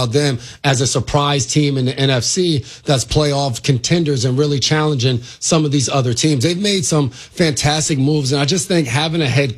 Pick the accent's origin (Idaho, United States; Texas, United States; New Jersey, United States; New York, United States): New York, United States; Nyack; I remember seeing him growing up in Nyack